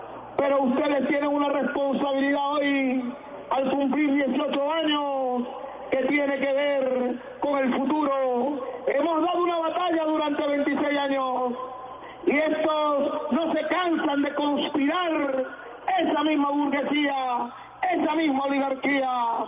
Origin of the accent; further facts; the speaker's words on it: Venezuela; siendo bolivariano, orgullosamente venezolano, chavista, profundamente chavista.